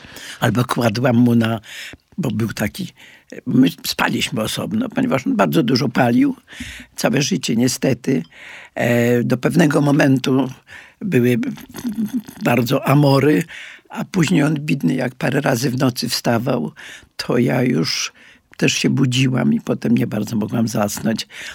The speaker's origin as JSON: {"language": "Polish", "town": "Łódź", "region": "Łódź Voivodeship", "country": "Poland", "tie": "born there", "moved": "as an adult", "lives_now": "Warsaw, Poland", "said": "W Łodzi 15 lat, bo ja zaraz po wojnie zburzyli nam dom w Warszawie tutaj i tata dostał pracę i mieszkanie w Łodzi. Więc ja 15 lat mieszkam w Łodzi. Jest to taka moja trochę takie drugie miasto rodzinne"}